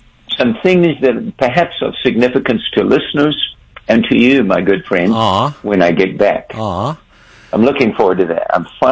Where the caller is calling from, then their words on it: Peoria, Illinois, United States; This is from Pretoria, Peoria.